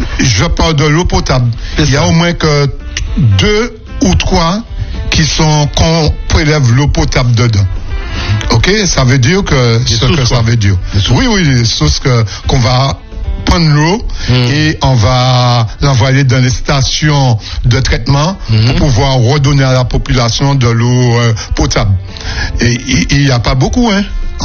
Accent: Fort-de-France, Martinique; moi, je suis de Fort-de-France.

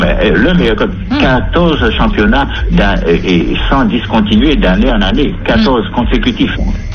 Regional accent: Le François, Martinique; comme je suis natif natal du François

